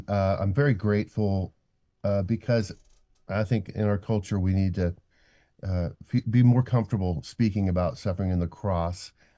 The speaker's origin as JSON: {"language": "English", "town": "Eugene", "region": "Oregon", "country": "United States", "tie": "born or raised there"}